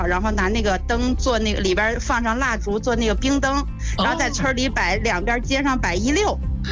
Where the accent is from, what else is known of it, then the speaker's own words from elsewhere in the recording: Langfang, Hebei, China; 你像我们廊坊一年可能下不了一回雪。